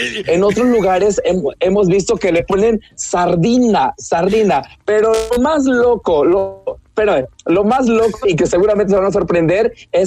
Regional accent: Guerrero, Mexico; O sea, sí, yo soy costeño 100%. Además, mi piel de color cartón mojado, o sea, pues dice, eres costeño.

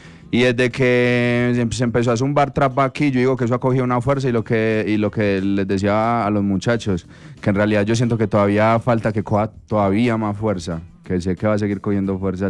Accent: Medellín, Antioquia, Colombia; la gente sabe que somos de Medellín, que venimos con unos códigos de Medellín, una jerga de Medellín y que es lo que somos.

